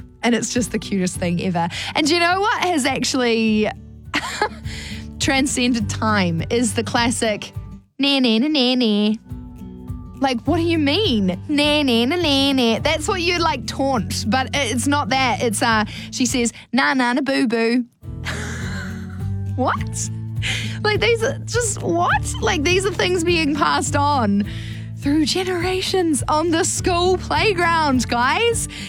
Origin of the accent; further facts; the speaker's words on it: Tauranga, Bay of Plenty, New Zealand; now in Auckland, New Zealand; And I'm from Tauranga. I grew up there, went to school there, did all of that in Tauranga, come to Auckland